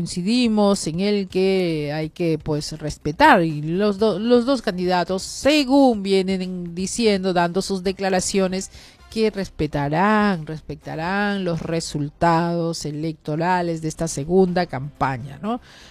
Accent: Peru; pero finalmente todos todos somos peruanos

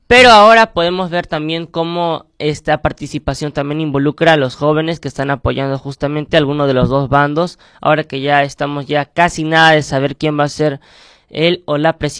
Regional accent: Peru

